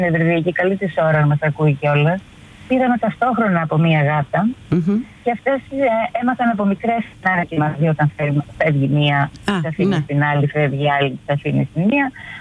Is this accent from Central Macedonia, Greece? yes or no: no; Epirus, Greece; Ναι, γιατί πάω κάπου, ας πούμε, στο χωριό μου που πάω στην Ήπειρο.